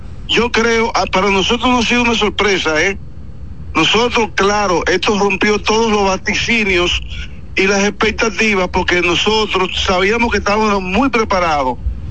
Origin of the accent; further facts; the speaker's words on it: Dominican Republic; Y tenemos la satisfacción del deber cumplido como verdaderos dominicanos